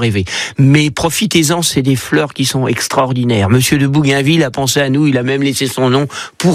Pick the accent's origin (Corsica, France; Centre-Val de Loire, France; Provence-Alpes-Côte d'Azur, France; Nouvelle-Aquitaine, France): Centre-Val de Loire, France; Bon, chez nous, dans le Berry